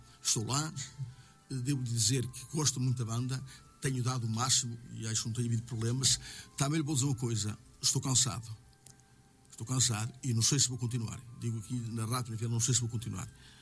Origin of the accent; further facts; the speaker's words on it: Portugal; Eu sou de uma família de músicos. Portanto, eu respiro música. Eu sou de Fariamundo, tenho 67 anos, como disse.